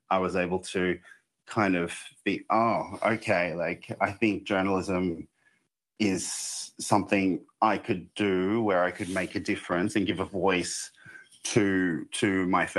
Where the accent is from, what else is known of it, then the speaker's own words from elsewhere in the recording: Bourke, New South Wales, Australia; one of the only, you know, Blackfellas that I saw on television growing up in Bourke. We only had three channels, SBS, ABC and Imparja.